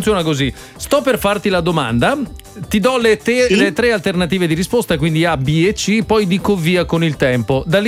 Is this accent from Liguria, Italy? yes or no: no; Bassano del Grappa, Veneto, Italy; Il mio paese natale, mia città natale, Bassano del Grappa, sono nato proprio lì.